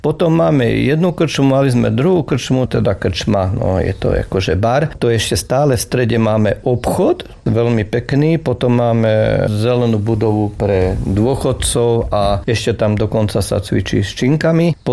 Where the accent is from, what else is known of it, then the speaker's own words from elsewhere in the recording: Nitra Region, Slovakia; also born or lived in Hradec Králové; tam som sa objednal, narodil, chvíľu som tam býval a potom sa teda rodičia vrátili do rodného Klasova a Babindolu, lebo mamička bola z Klasova, otec Babindolu